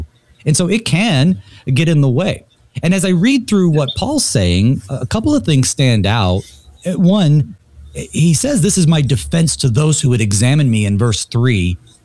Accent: North Carolina, United States; When I was growing up in Western North Carolina

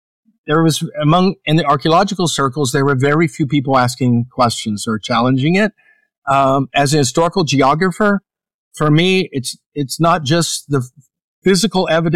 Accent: Oklahoma, United States; And I grew up in Oklahoma

